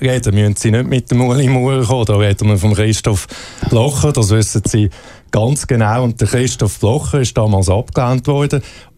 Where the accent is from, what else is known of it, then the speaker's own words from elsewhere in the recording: Aargau, Switzerland; now in Zurich, Switzerland; Nein, ich bin im Frichtal aufgewachsen, aber mein Bürgerort ist Zürich.